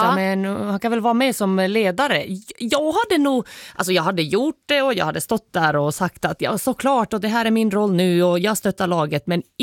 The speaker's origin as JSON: {"language": "Swedish", "country": "Finland", "tie": "born or raised there", "moved": "yes", "lives_now": "Gotland, Sweden", "said": "jag är ju född och uppvuxen i Finland och då är det mycket med insjöar, eller i en trakt med insjöar."}